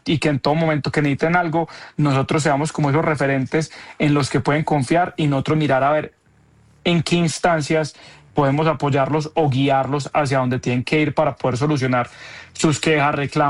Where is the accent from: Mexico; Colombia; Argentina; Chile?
Colombia